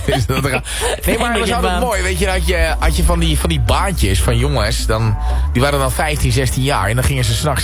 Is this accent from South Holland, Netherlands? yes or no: no; Scherpenzeel, Gelderland, Netherlands; Ik kom uit Scherpenzeel